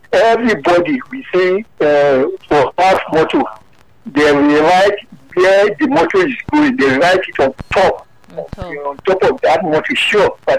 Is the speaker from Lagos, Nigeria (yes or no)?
yes; Lagos, Nigeria; I grew up in Lagos Island.